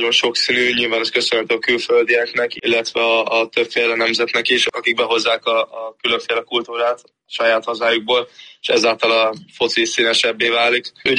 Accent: Hungary; born or raised there; moved away

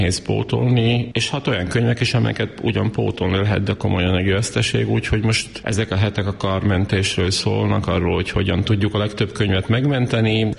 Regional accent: Bátka, Banská Bystrica Region, Slovakia; accent: Palóc; first language Hungarian; moved away as an adult; also born or lived in Rimavská Sobota / Bratislava / Dunajská Streda; egy kisiskolában, a szülőfalumon, Bátkában kezdtem az iskoláimat, már a Rimaszombati gimnáziumban folytattam.

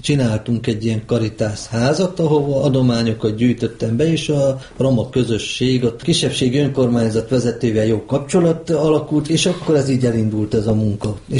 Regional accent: Szabolcs-Szatmár-Bereg, Hungary; Én nyerpataki vagyok.

